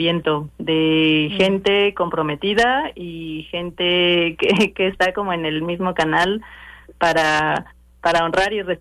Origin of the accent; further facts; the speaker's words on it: Mexico City, Mexico; muchos de nosotros, de los integrantes, no somos de Guerrero ni de Oaxaca, somos de aquí de la ciudad